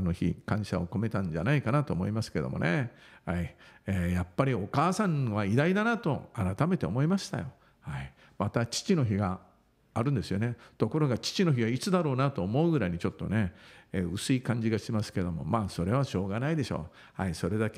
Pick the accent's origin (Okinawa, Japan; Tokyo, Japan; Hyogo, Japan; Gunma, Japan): Okinawa, Japan; うち沖縄ならではのね、舞台公演でしたね。